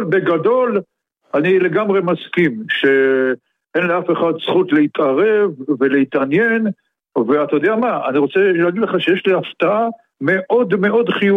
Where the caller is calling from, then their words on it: Petah Tikva, Central District, Israel; אני מפתח תקווה.